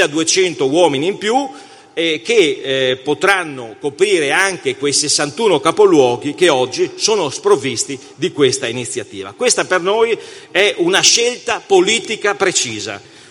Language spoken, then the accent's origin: Italian; Pordenone, Friuli-Venezia Giulia, Italy; Lo dico anche pensando alla mia regione, al Friuli Venezia Giulia. Io vengo da Pordenone